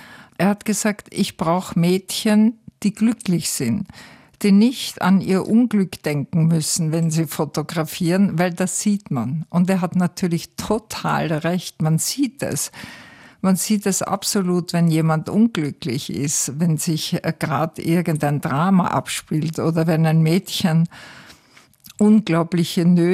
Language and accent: German; Wels, Upper Austria, Austria; born there; Ich bin geboren in Wels, allerdings, glaube ich, habe ich mich dort als Neugeborenes bestenfa